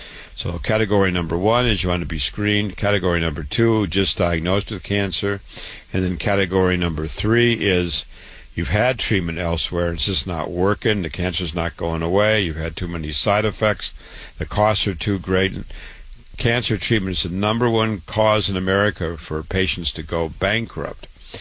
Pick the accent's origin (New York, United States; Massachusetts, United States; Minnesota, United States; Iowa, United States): Iowa, United States; Waterloo; was born and raised in Waterloo, Iowa, went to the University of Iowa, MD at 25, my home state.